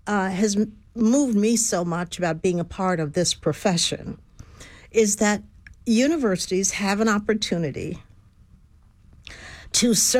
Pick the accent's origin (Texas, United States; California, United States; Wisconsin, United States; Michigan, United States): Texas, United States; Houston; I was born right here in Texas and grew up in Fifth Ward, and that was a world apart from the rest of the city.